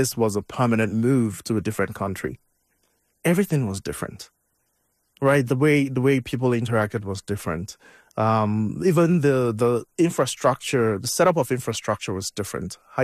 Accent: Nigeria; moved away as an adult; I didn't leave Nigeria till I was in my early 30s. So I was born in Nigeria, grew up there, went to university in Nigeria and joined the oil and gas industry in Nigeria. So I moved out to the UK when I was in my early 30s.

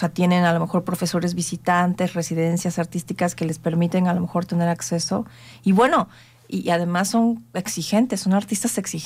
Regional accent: Mexico; Yo soy mexicana.

